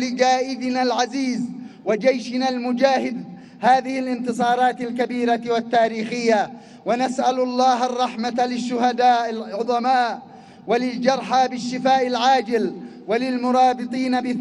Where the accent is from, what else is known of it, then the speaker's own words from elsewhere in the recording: Yemen; فنحن كشعب يمني أنفسنا وأرواحنا وحياتنا وأموالنا وما نملك في فداء لمكة المكرمة